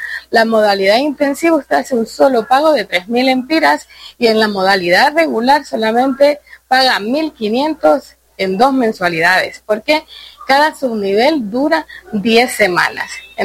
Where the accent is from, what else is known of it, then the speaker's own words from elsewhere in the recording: Honduras; es una buena oportunidad que tenemos como hondureños de aprender una segunda lengua